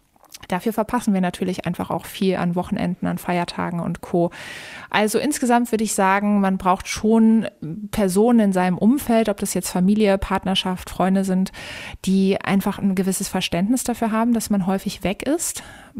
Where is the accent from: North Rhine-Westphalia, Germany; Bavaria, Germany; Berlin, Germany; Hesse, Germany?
North Rhine-Westphalia, Germany; Cologne; Ich persönlich komme aus dem Rheinland, ich komme aus Köln. Köln ist für mich meine absolute Heimat, mein Zuhause und meine Traumstadt.